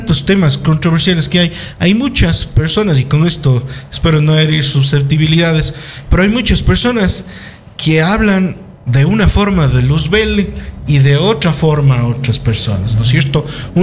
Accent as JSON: {"language": "Spanish", "town": "Cuenca", "region": "Azuay", "country": "Ecuador", "said": "yo también soy de Cuenca. Y yo vivo por la UDA."}